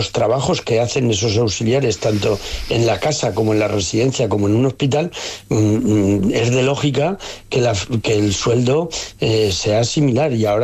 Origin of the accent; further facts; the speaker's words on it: Zaragoza, Aragon, Spain; yo soy de Zaragoza, de un pueblo muy pequeño de 400 habitantes